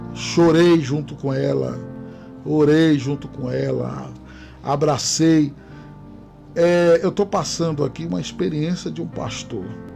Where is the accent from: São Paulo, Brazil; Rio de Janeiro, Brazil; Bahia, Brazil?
Bahia, Brazil; Porto Seguro; also born or lived in Goiás; fiquei cerca de uns 3 a 4 anos pastoreando aqui em Porto, que é minha cidade natal, Porto Seguro, e fui para o Goiás, o entorno de Brasília